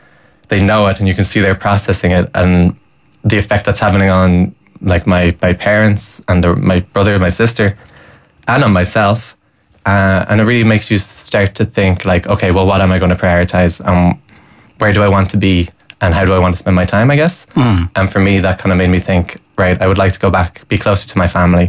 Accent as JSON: {"language": "English", "country": "Ireland"}